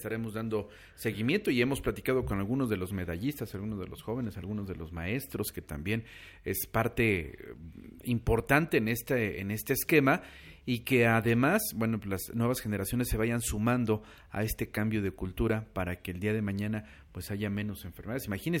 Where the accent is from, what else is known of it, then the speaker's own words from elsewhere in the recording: Mexico; el sedentarismo que tenemos como cultura mexicana.